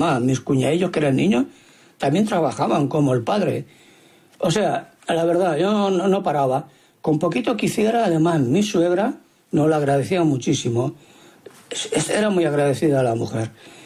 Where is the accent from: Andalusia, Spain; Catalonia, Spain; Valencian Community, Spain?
Catalonia, Spain; Barcelona; Hola, fareros, soy … de Barcelona.